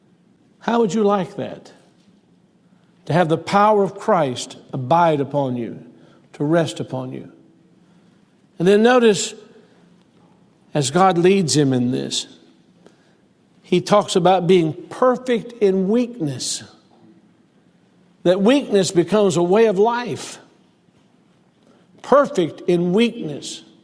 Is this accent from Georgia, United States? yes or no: no; Selma, Alabama, United States; born there; I was born in Selma, Alabama